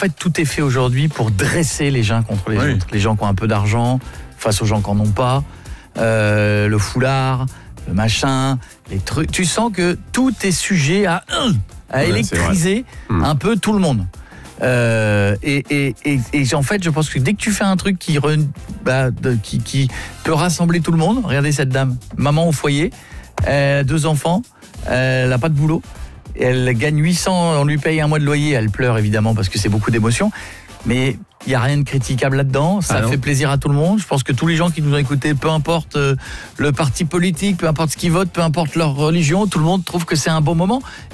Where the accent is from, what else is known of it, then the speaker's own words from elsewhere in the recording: Hauts-de-France, France; je viens de l'Aisne.